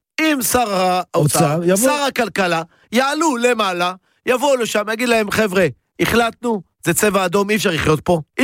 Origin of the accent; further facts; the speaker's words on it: Northern Israel, Israel; אני גם צפוני.